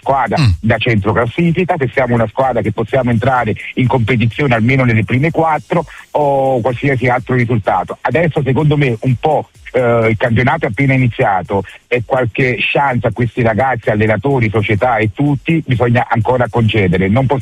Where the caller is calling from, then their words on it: Giubiasco, Ticino, Switzerland; Giubiasco Svizzera